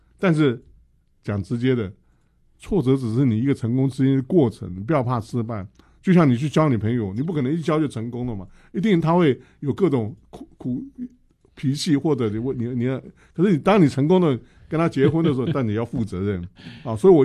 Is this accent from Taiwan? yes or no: yes; Taiwan